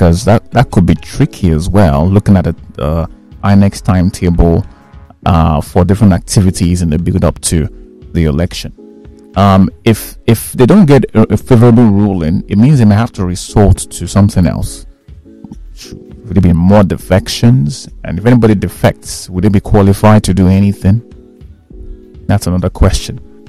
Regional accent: Nigeria

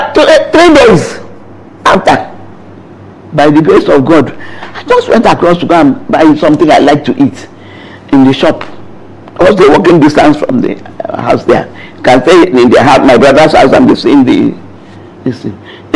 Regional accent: Nigeria; born there; moved away as an adult; also born or lived in London / New York City; Well, I was born in London. Okay, so that's the only place I've been to that is not Nigeria.

